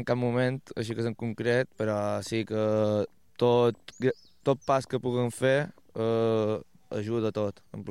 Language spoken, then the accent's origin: Catalan; Ciutadella, Balearic Islands, Spain; venc de Ciutadella i sóc fill de pagès també.